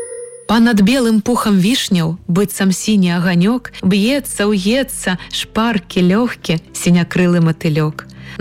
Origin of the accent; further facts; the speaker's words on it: Mogilev, Mogilev Region, Belarus; я коренная могилевчанка, я люблю наш город, и я очень люблю белорусский язык.